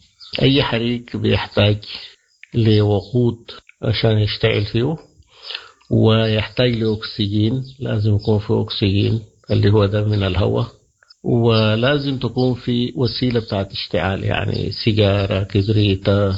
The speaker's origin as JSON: {"language": "Arabic", "country": "Sudan", "said": "عندنا في السودان"}